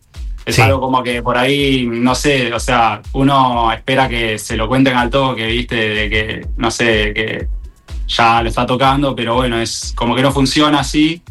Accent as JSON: {"language": "Spanish", "town": "Mar del Plata", "region": "Buenos Aires Province", "country": "Argentina", "said": "Sí, vivo en Mar del Plata."}